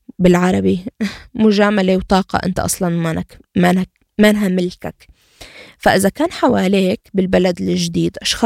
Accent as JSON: {"language": "Arabic", "country": "Syria", "moved": "yes", "said": "حابة أنشاف … مو كعربية ولا كسورية ولا كمسلمة ولا كمحجبة"}